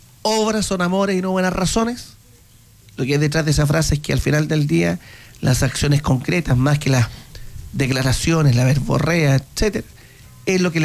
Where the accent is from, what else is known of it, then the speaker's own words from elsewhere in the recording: Linares, Maule, Chile; para los que somos de Linares